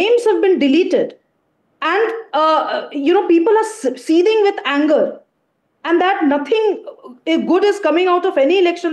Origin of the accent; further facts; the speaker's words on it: Bihar, India; I come from Bihar